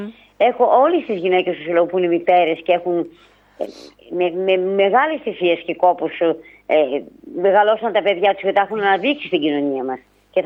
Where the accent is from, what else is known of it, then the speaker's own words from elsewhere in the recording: Pyrgos, Western Greece, Greece; είμαι πυριώτησα και το έχω αποδείξει.